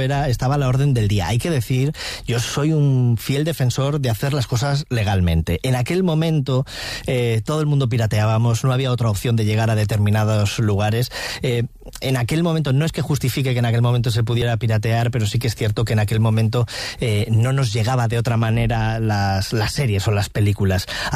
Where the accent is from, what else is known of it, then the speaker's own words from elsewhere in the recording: El Bierzo, Castile and León, Spain; born there; moved away as an adult; yo en los 2000 acababa de llegar me acababa de ir de mi tierra, del Bierzo